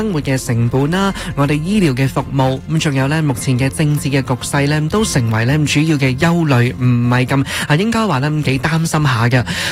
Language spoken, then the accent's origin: Cantonese; Canada; 我们加拿大人